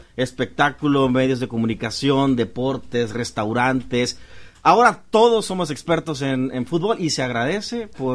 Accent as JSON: {"language": "Spanish", "country": "Mexico"}